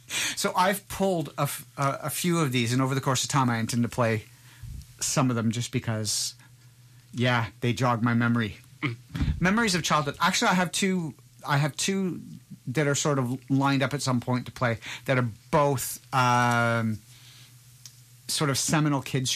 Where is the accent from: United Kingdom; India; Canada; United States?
Canada; especially where I'm being Canadian.